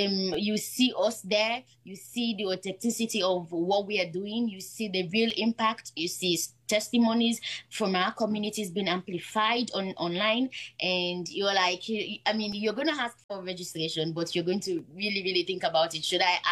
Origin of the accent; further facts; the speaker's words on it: Kono District, Eastern Province, Sierra Leone; my district, Kono district